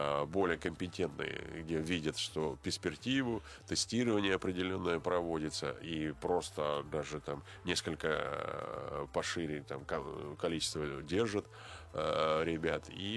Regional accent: Novosibirsk, Novosibirsk Oblast, Russia; я сам родом с Новосибирска

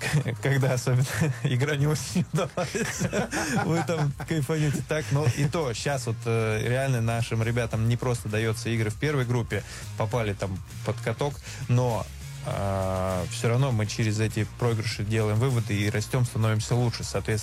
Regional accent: Ural, Russia; я тоже с Урала

